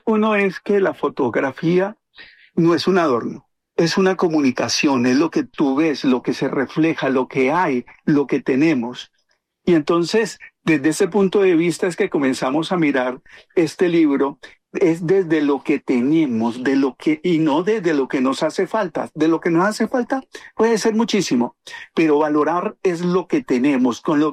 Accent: Mercaderes, Cauca, Colombia; Yo soy de Mercaderes Cauca, del municipio, en la parte sur del departamento del Cauca. Eso es el gran macizo colombiano, parte del gran macizo colombiano, entonces soy de allá.

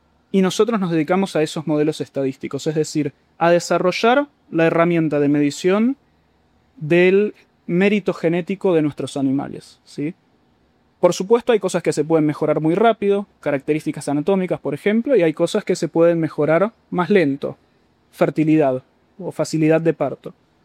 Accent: Argentina; moved away as an adult; now in United States; Soy originariamente de Argentina.

